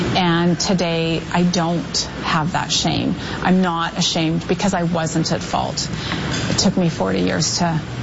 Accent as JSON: {"language": "English", "town": "Moose Jaw", "region": "Saskatchewan", "country": "Canada", "tie": "born or raised there", "said": "I was 13 years old, and it was the night of my grade 8 graduation in my hometown of Moose Jaw, Saskatchewan."}